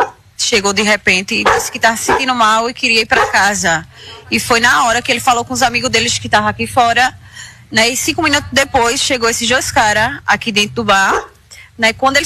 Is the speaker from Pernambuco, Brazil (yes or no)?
yes; Recife, Pernambuco, Brazil; also born or lived in Caruaru; Não, sou de Recife, morava aqui em Caruaru. Depois que minha mãe faleceu, eu fui morar no Recife.